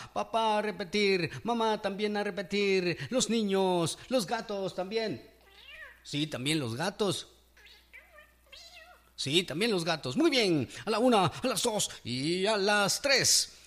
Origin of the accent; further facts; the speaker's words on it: Guatemala; somos guatemaltecos, comemos chuchitos, rellenitos, atol de elote.